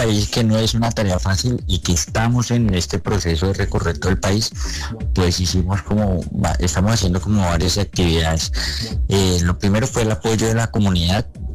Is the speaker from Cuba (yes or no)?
no; Colombia; yo soy un cocinero colombiano.